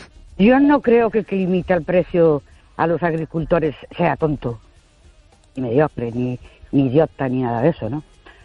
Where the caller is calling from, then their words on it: Ourense, Galicia, Spain; Buenas noches … de Ourense.